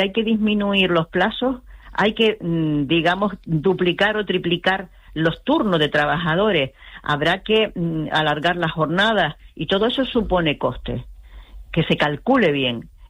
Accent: Canary Islands, Spain; Claro, como Gran Canarios y como empresarios

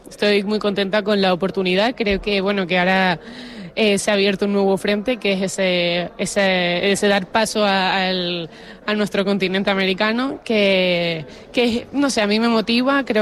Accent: Canary Islands, Spain; Jugar con la absoluta y encima en mi tierra, con mi gente, siento orgullo máximo.

